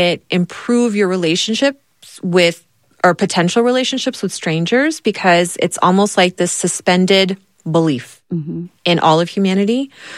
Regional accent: Texas, United States; as I was growing up in Texas

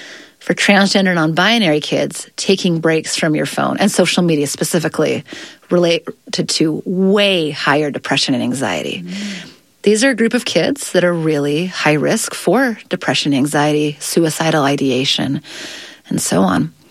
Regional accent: Utah, United States; so I'm from Utah, and there was a lot of talk about banning social media in this state for anyone below the age of 18.

